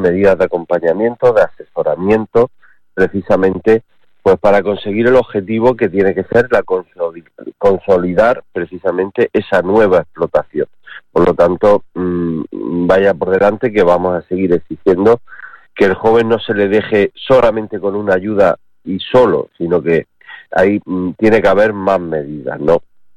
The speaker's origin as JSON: {"language": "Spanish", "region": "Andalusia", "country": "Spain", "said": "vengo de Andalucía"}